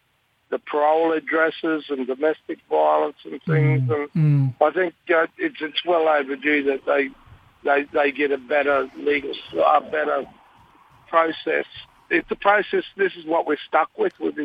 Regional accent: Australia; our people come from, I come from Cullamulla.

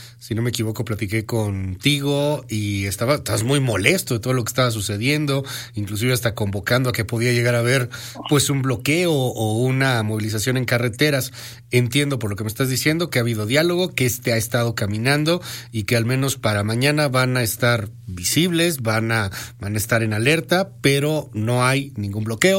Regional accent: Mexico

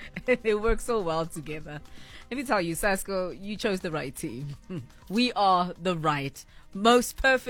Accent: Soweto, Gauteng, South Africa; when we were growing up in Soweto

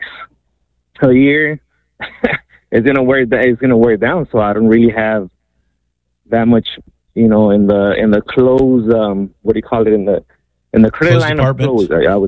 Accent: Los Angeles, California, United States; also born or lived in Mexico; So I grew up in Los Angeles, but originally from Mexico, and we grew up here without money, so we didn't have slacks or dressy shoes to go to mass, you know.

